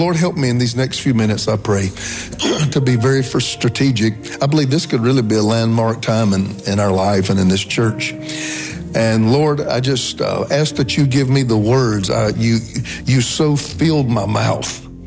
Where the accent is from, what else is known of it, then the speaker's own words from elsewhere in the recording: the South, United States; now in San Francisco Bay Area, United States; I come from the South